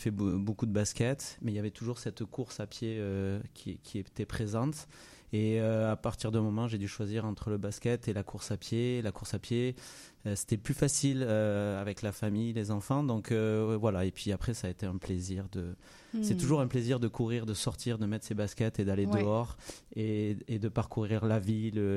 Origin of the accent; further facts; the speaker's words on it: France; moved away; je suis français d'origine